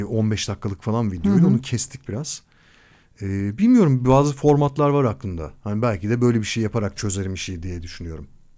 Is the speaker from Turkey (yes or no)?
yes; Kadıköy, Istanbul, Turkey; Daha Kadıköylüyüz ya, ben Kadıköylü rockçısıyım ama normal.